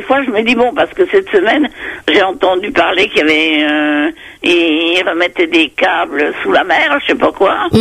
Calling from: Selles-sur-Cher, Centre-Val de Loire, France; Je vous appelle du centre de la France.

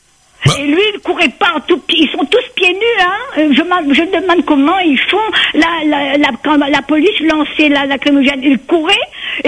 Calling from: Saint-Benoît, Réunion; J'habite à Saint-Benoît et j'habite juste en face du lycée Patu Rosemont.

